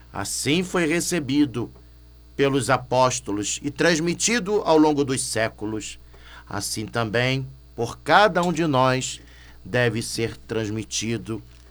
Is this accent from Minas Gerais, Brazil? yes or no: no; Rio de Janeiro, Brazil; moved away as an adult; now in Itumbiara, Brazil; A minha cidade natal é o Rio de Janeiro e estou encardinado na Arquidiocese de Niterói, onde fui ordenado sacerdote da Santa Igreja.